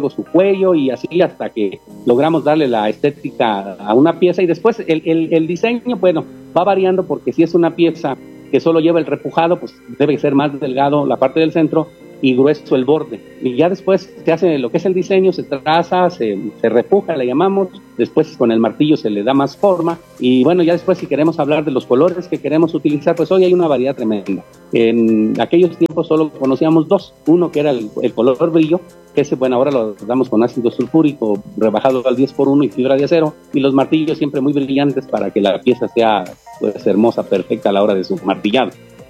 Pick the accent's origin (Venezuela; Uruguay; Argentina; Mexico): Mexico; Santa Clara del Cobre, Michoacán; soy de Santa Clara de Cobre, Michoacán, el único lugar donde con orgullo enseñamos el cobre, ¿verdad? Porque es el que nos hace famosos, ¿no?, a este pueblo bello. Bueno, yo tengo casi 50 años trabajando el cobre. Es hijo